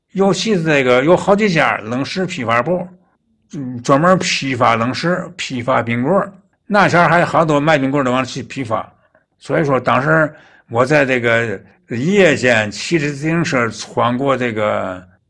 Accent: Tianjin, China; 我呢，现在对钱德庄西南楼一带的感情啊，已经早超过了对这个我出生地西工厂那一带的感情了

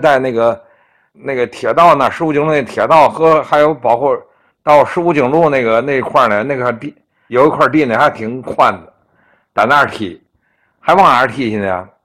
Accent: Tianjin, China; 说说我们大直沽这个社区足球队。

